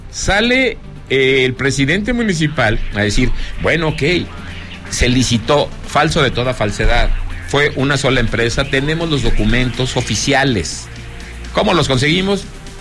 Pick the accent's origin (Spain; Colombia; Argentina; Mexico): Mexico; Zacatecas